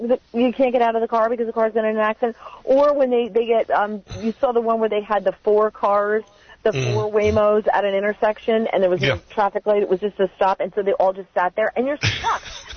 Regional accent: New Jersey, United States; I'm from the People's Socialist Republic of New Jersey

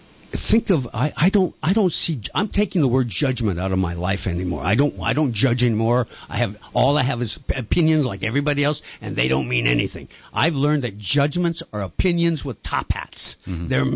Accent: the South, United States; also born or lived in Texas / Florida; I grew up in the South.

